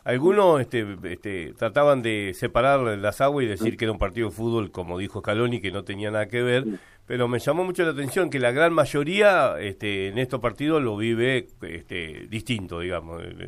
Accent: Argentina; sufrimos las consecuencias también como argentino

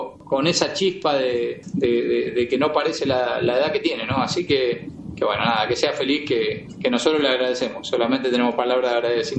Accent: Argentina

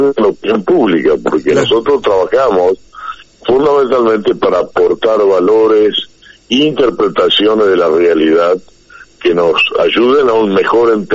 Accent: Argentina; quién realmente de los que vivimos en esta parte ya nos sentimos argentinos

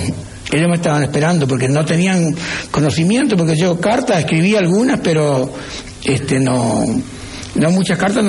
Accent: Argentina; moved away as an adult; now in Reconquista, Argentina; yo llegué a mi pueblo

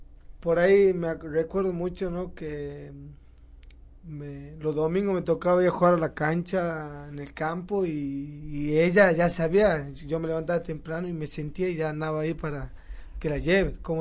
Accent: San Cayetano, Buenos Aires Province, Argentina; No, yo soy de San Cayetano, nacido en Buenos Aires.

